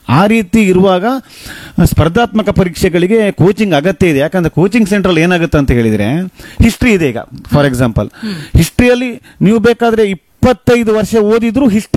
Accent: Kundapura, Karnataka, India; moved away as an adult; also born or lived in Bengaluru; ನಾವು ಕುಂದಾಪುರದಿಂದ ಹೋಗಿ ಬೆಂಗಳೂರಿನಂಥ PG ಇದ್ದುಕೊಂಡು ಅಲ್ಲಿ ಕಷ್ಟಪಟ್ಟು ಕೋಚಿಂಗ್ಗಳನ್ನು ಮಾಡ್ತಾ ಇತ್ತಲ್ಲ

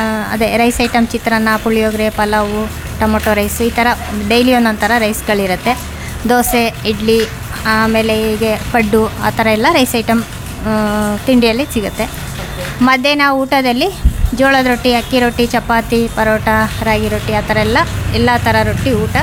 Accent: Saulanga, Karnataka, India; also born or lived in Navule; now in Shivamogga, India; ನಮ್ದು ತವ್ರ ಮನೆ ಬಂದ್ಬಿಟ್ಟು ಸೌಳಂಗ, ಆಮೇಲೆ ಗಂಡನ ಮನೆ ಬಂದ್ಬಿಟ್ಟು ಶಿವಮೊಗ್ಗ.

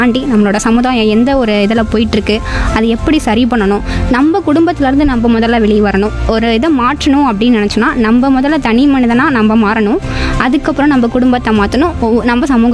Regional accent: Salem, Tamil Nadu, India; நான் வந்து சேலம் தான் பிறந்து வளர்ந்து இப்ப இருக்கிறது எல்லாமே சேலம்.

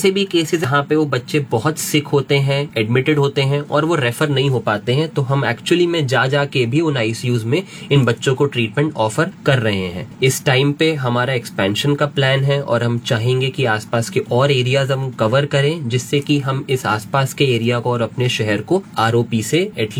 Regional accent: Moradabad, Uttar Pradesh, India; मैं मुरादाबाद का ही जन्मा हूँ 1994 में।

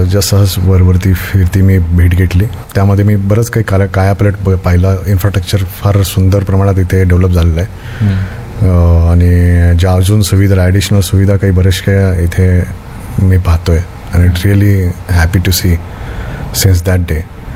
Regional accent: Solapur, Maharashtra, India; born there; also born or lived in Latur; Solapur Mahavir high school म्हणून सोलापूरमधनं.

